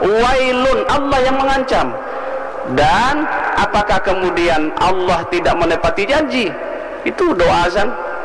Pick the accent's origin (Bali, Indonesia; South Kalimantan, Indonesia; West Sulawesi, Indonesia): West Sulawesi, Indonesia; moved away; kampung saya di Sulawesi Pak, di Sulbarn, Pulau Alimandar. Saya dulu waktu masih kecil sering menemani bapak saya itu bertani langsat. Jadi saya sering tinggal di hutan